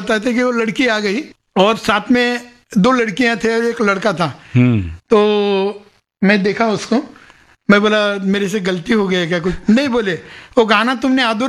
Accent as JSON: {"language": "Hindi", "region": "Maharashtra", "country": "India", "said": "अभी मैं महाराष्ट्र का रहने वाला हूँ"}